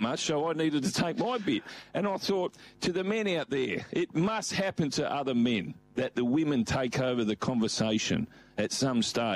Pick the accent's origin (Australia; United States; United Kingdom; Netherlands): Australia; born there; I was born here and I'm Australian.